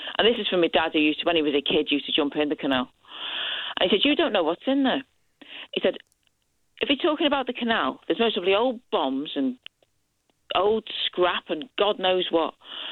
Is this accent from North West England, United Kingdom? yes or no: yes; Liverpool, North West England, United Kingdom; born or raised there